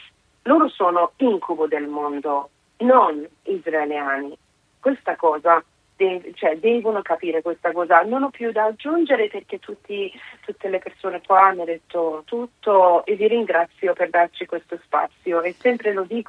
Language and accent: Italian; Iran; Italian is a second language; now in Italy; io da iraniana quando in 8 e 9 gennaio hanno ammazzato oltre 50.000 persone in solo 2 giorni nel mio paese